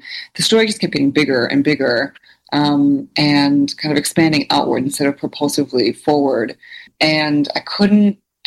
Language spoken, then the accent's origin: English; New Jersey, United States; the single mothers, single immigrant mothers I grew up with in New Jersey